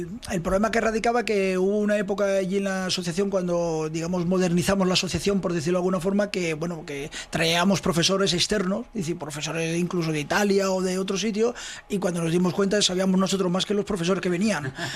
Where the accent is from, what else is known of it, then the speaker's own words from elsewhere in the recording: Spain; accent: Extremaduran; Bueno, tengo acento extremeño y acento valenciano, los dos.